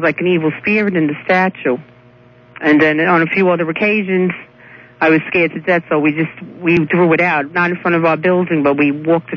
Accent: Brooklyn, New York, United States; accent: Brooklyn; now in Staten Island, United States; I know I have a Brooklyn act. I was from Brooklyn and now moved to Staten Island.

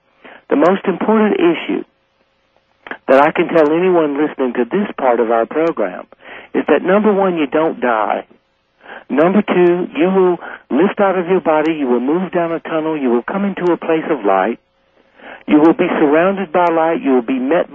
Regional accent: Southern United States, United States; I grew up fighting in the South.

